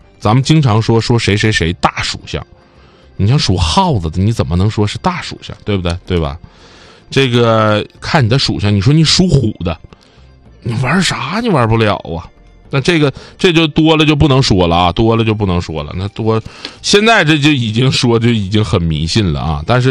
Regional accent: Northeast China, China; accent: Northeastern dialect; 就我们东北话讲扎吧约的那么一种感受，

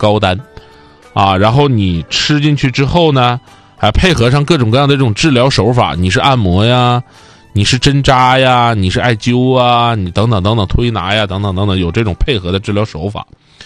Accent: Northeast China, China; 我们东北话讲，你爱你磕富点。

